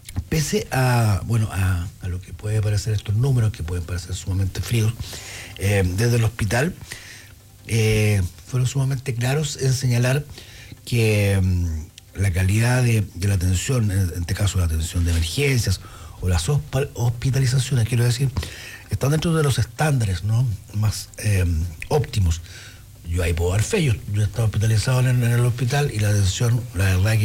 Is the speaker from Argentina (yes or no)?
no; Temuco, Araucanía, Chile; now in Coyhaique, Chile; Yo soy de Temuco